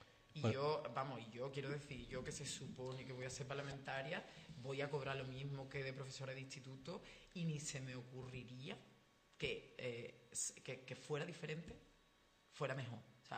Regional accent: Andalusia, Spain; yo como campo gibraltareña

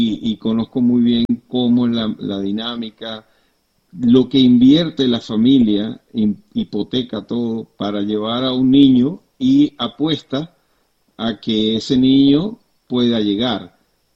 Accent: Venezuela; representando a mi país, a Venezuela.

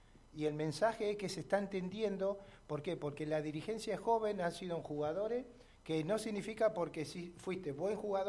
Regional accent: Neuquén, Argentina; yo, por ejemplo, soy de Neuquén y toda la vida jugué en el tenis club.

